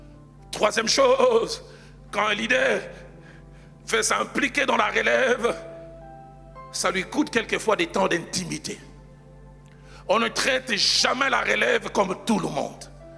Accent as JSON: {"language": "French", "region": "Kinshasa", "country": "DR Congo", "said": "Chez nous, à Kinshasa, quand un enfant n'arrive pas à marcher, on ne dit pas que celui n'arrivera jamais à marcher."}